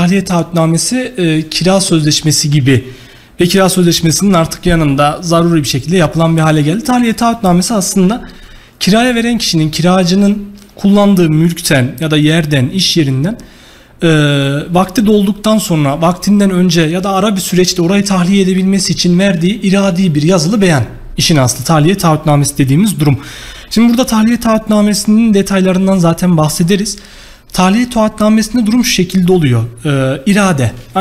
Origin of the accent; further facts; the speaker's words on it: Talas, Kayseri, Turkey; also born or lived in Istanbul; Kayseri Talaslıyım. 1997 doğumluyum. İlk orta ve lise öğrenimimi Kayseri'de tamamladım. Daha sonra üniversite için İstanbul'a gittim.